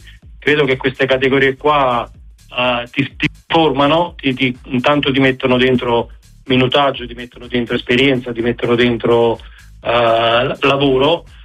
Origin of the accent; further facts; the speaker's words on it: Naples, Campania, Italy; soprattutto per me da napoletano, che all'epoca l'avevo scelto perché il mio idolo.